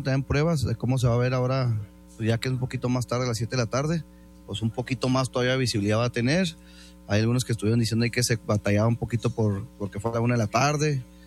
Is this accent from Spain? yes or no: no; Mexico; sin hablar con el corazón de que somos mexicanos, siento que la de México fue la mejor